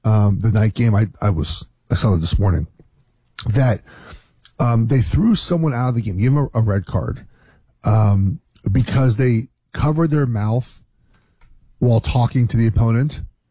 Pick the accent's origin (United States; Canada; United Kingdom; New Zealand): United States; Los Angeles, California; Why I'm from Los Angeles. I don't live in LA anymore.